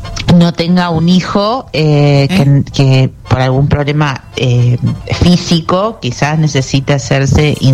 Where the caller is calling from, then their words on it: Argentina; de San Cristóbal.